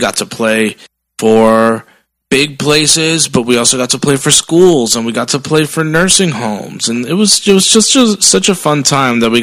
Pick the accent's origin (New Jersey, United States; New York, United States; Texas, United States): New Jersey, United States; Paterson; born or raised there